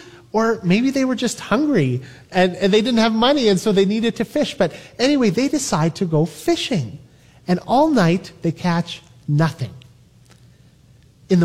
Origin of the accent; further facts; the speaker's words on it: Toronto, Ontario, Canada; It was grade 12, and I grew up in Toronto, in a neighborhood that I would say is not the safest.